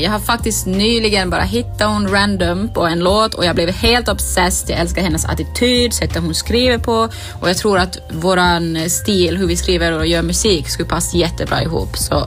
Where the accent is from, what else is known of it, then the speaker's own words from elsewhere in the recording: Kaskinen, Ostrobothnia, Finland; now in Stockholm, Sweden; och jag är en finlandssvensk artist från Kaskö i södra Österbotten och nu för tiden bor jag i Stockholm.